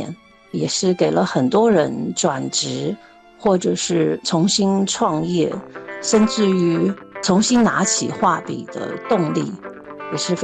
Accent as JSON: {"language": "Chinese", "town": "Wuhan", "region": "Hubei", "country": "China", "tie": "born or raised there", "said": "第一故乡是湖北省武汉市，是我的出生地。"}